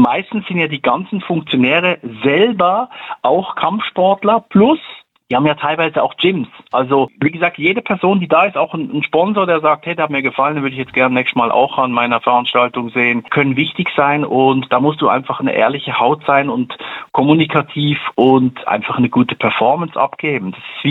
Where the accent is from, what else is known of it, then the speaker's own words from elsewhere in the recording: Switzerland; bei uns in der Schweiz, ich bin ja Schweizer